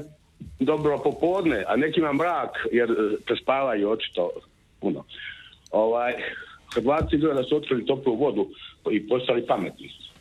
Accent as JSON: {"language": "Croatian", "town": "Knin", "region": "Šibenik-Knin County", "country": "Croatia"}